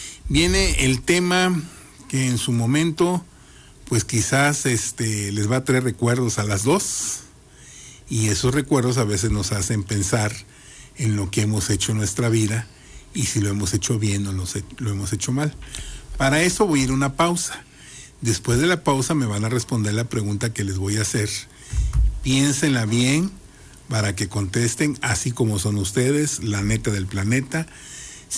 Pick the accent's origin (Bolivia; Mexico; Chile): Mexico; Coatzacoalcos, Veracruz; Yo soy de Cuatza.